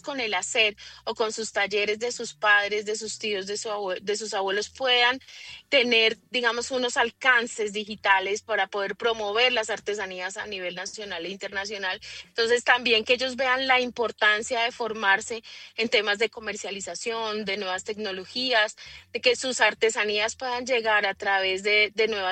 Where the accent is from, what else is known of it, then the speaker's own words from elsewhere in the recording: Santander, Colombia; No soy paisa, soy santandereana, orgullosamente santandereana.